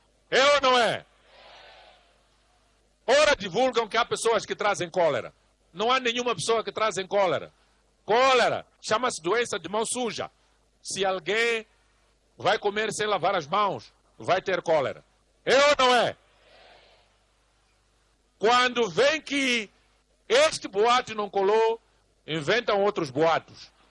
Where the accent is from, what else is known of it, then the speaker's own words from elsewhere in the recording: Mozambique; Por isso, Nós, como moçambicanos, quero terminar para vos dizer que temos que continuar unidos do Ruvuma ao... do Zumbo ao...